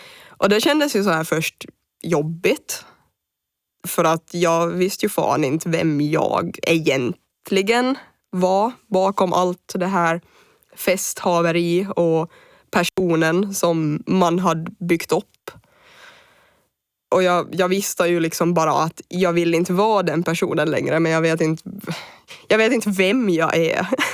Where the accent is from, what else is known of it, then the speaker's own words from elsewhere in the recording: Ostrobothnia, Finland; now in Åland, Finland; jag är från Österbotten.